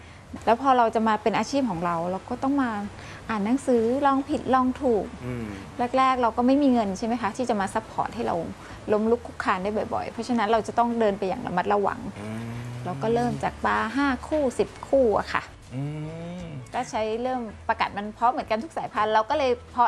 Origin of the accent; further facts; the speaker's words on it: Nakhon Pathom, Thailand; เราก็มาเริ่มต้นที่บ้านเกิดที่จังหวัดนครปฐมที่เนี่ยค่ะ